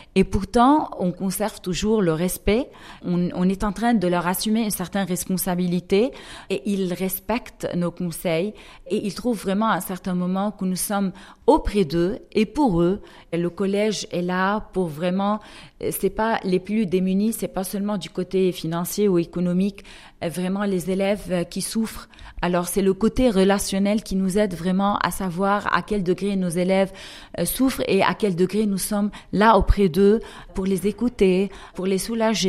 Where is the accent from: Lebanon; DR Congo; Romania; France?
Lebanon; en tant que Libanais.